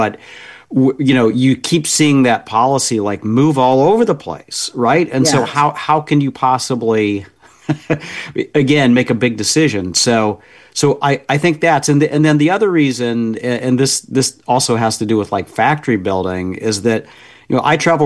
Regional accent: Indiana, United States; I was just back in my home state of Indiana and saw Lilly building a big factory outside of Indianapolis

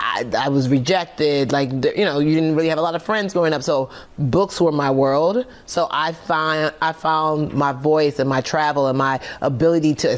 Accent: Nigeria; Oh man, she's from Nigeria.

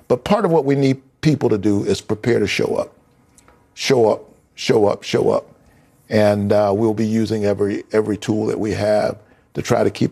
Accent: Georgia, United States; You know, I'm from Georgia, way below zero.

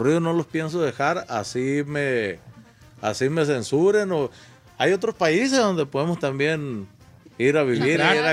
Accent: Culiacán, Sinaloa, Mexico; born there; Yo nací en Culiacán, Sinaloa.

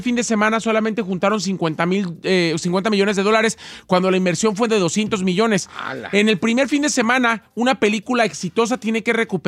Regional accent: Mexico

